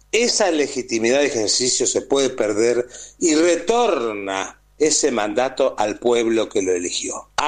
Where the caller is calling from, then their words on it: Rosario, Santa Fe, Argentina; de Rosario.